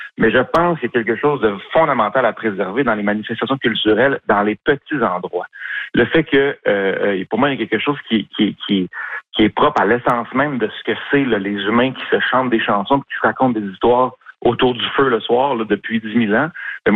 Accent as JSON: {"language": "French", "town": "Montreal", "region": "Quebec", "country": "Canada", "tie": "born or raised there"}